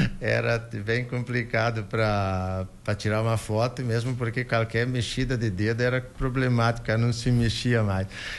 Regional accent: Pinhalzinho, Santa Catarina, Brazil; E na última viagem me perguntaram de onde é que eu era, eu disse, não, sou de Pinhalzinho.

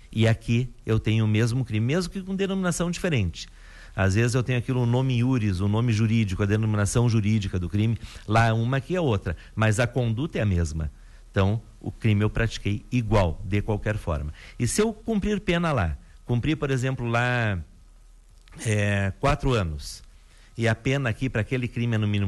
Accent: Brazil; meu país de origem, no nosso caso aqui do Brasil.

